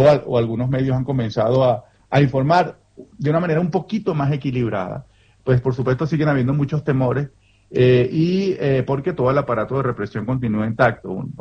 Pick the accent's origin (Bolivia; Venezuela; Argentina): Venezuela; moved away; Mira, yo como venezolano, como defensor de derechos humanos y sociólogo, por supuesto me gustaría que cualquier mecanismo que se habilitara diera una solución para la grave crisis venezolana y que todos pudiéramos regresar al país con seguridad